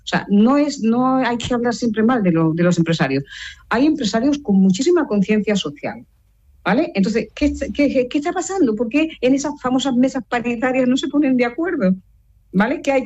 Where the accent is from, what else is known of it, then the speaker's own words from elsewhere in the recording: Lloret de Mar, Catalonia, Spain; yo vengo de la Costa Brava, de Lloret de Mar